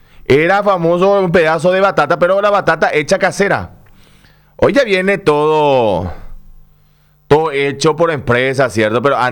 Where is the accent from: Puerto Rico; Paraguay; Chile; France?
Paraguay; Asunción; yo me crié en Asunción, no soy del interior del país. Después de viejo pisé el interior del país.